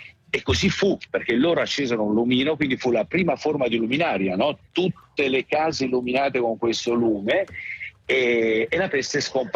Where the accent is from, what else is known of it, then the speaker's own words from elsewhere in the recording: Martina Franca, Apulia, Italy; moved away; ci sia proprio il cuore della mia città di Martina Franca, come della mia Puglia